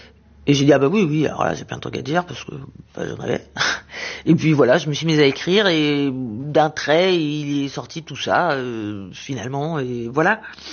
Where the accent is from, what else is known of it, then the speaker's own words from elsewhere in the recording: Israel; moved away; Quand j'étais petite en Israël, on écoutait beaucoup